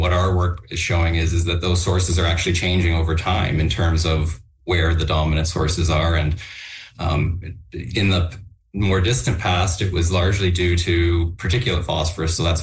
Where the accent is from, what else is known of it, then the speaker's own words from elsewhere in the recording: Ontario, Canada; growing up in Southern Ontario